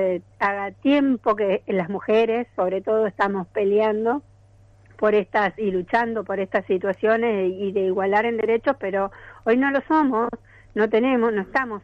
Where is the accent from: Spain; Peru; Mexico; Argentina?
Argentina; nosotros como país, Argentina